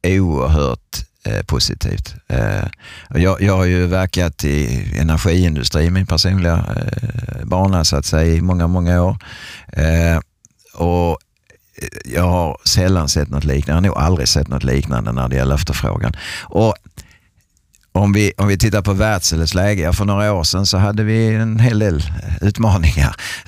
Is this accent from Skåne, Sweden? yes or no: yes; Skåne, Sweden; moved away as an adult; now in Vaasa, Finland; ni vet ju att jag kommer från Sverige och Skåne